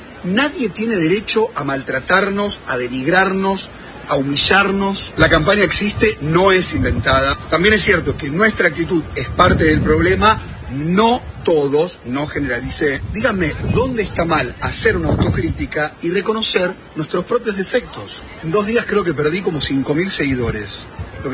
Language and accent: Spanish; Argentina; autocrítica como argentino